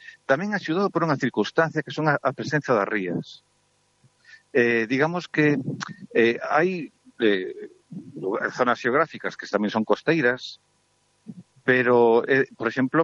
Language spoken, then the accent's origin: Galician; Galicia, Spain; Temos que decir que, os galegos non somos celtas.